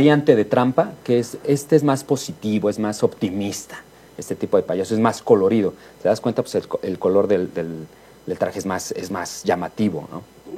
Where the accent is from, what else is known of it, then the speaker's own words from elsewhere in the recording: Mexico City, Mexico; Yo, 100% CDMX.